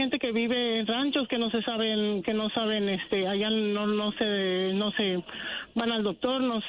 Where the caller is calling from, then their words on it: United States; hablo mi español así, pero así como hablo el español, hablo en inglés, porque yo soy ciudadana americana y yo vivo aquí en los Estados Unidos.